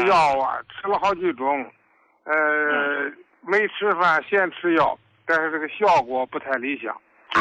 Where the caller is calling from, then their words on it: Shenyang, Liaoning, China; 我是沈阳的，今年64岁了。